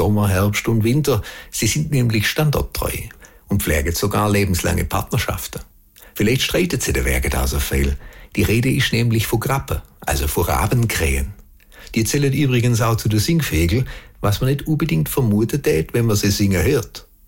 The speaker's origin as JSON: {"language": "German", "town": "Beisinger", "region": "Baden-Württemberg", "country": "Germany", "tie": "born or raised there", "said": "wie immer mit einem kleinen Liedle im Dialekt von meinem Heimatort Beisinger bei Rottweil."}